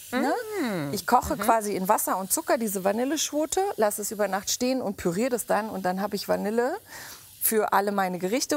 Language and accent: German; Berlin, Germany; Ich bin ja Berlinerin. Das ist genetisch, dass wir Currywurst lieben.